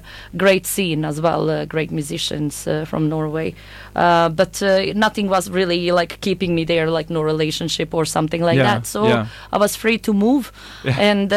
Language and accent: English; Bosnia & Herzegovina; English is a second language; I'm originally from Bosnia, actually